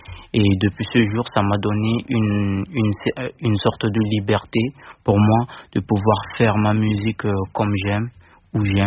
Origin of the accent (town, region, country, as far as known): Central African Republic